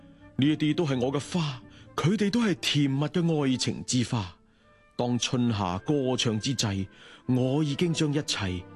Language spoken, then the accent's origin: Cantonese; Hong Kong; 作为香港人咧，大家都好鍾意睇楼嘅，